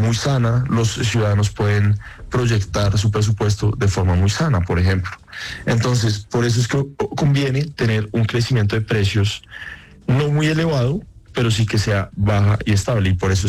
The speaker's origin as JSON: {"language": "Spanish", "country": "Colombia"}